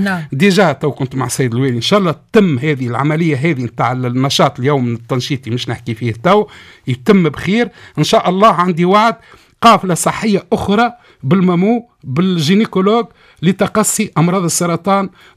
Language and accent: Arabic; El Kef, Kef Governorate, Tunisia; born there; كيف مسقط رأسي أولا.